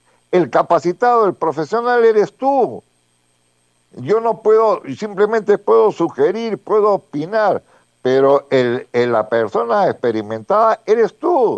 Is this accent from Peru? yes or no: yes; Peru; antes que todo somos peruanos, somos patriotas.